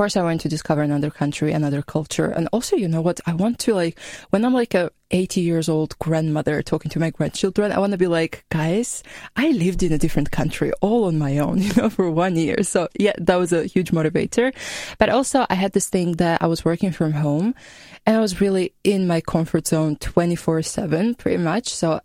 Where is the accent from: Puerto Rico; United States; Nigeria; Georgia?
Georgia; English is a second language; Well, first of all, I'm from Georgia. I'm 25. So, being 25 and coming to a different country as a volunteer for me was a bit strange